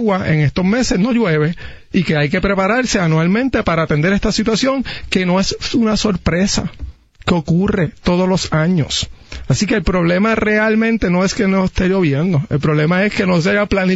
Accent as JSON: {"language": "Spanish", "town": "Aguada", "country": "Puerto Rico", "said": "el noroeste de donde yo soy, Aguada."}